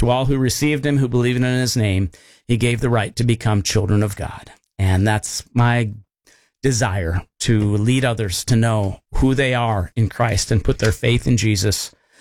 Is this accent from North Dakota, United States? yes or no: yes; Harvey, North Dakota, United States; born or raised there; also born or lived in Seattle